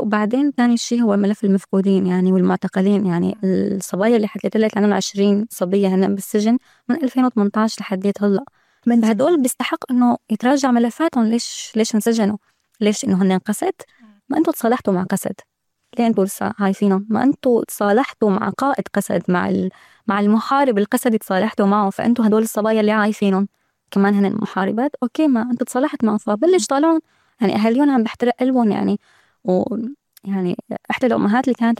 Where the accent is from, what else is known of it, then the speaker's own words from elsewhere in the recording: Syria; moved away; يمكن يعني أنا طلعت من سوريا، عم بدرس، عم بشتغل، أهلي حدي